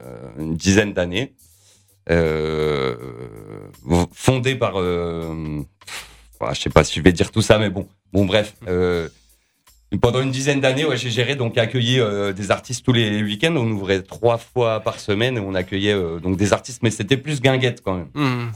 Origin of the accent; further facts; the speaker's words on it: Grand Est, France; moved away; je venais d'un petit coin, des Vosges, où il y avait pas trop de musiciens